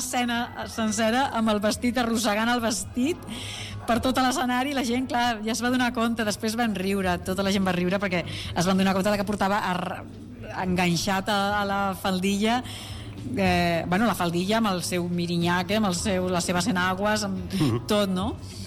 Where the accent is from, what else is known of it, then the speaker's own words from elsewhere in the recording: Barcelona, Catalonia, Spain; now in Madrid, Spain; Perquè sóc del Mediterrani. I quan vaig marxar tan jovenet a viure a Madrid, sempre m'he enyorat molt del mar